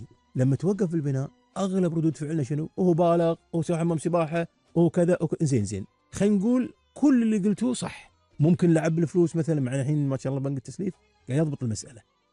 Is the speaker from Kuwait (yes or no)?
yes; Kuwait; احنا بلد حبيب، بلدنا الكويت الغالي